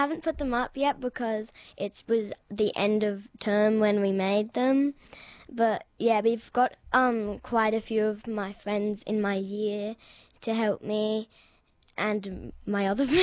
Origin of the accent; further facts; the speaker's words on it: Sydney, New South Wales, Australia; Some of my friends, because I moved here from Sydney, so I didn't really know about it.